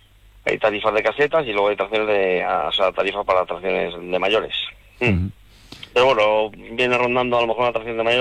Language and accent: Spanish; Castile and León, Spain; Soy más de Castilla, sí.